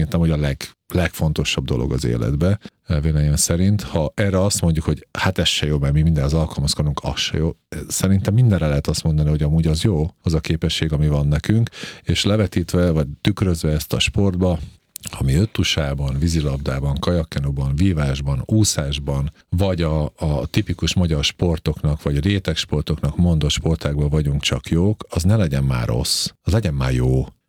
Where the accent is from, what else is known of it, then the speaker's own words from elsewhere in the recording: Hungary; én nagyon szeretek itt élni, és én nagyon szeretek magyarnak lenni.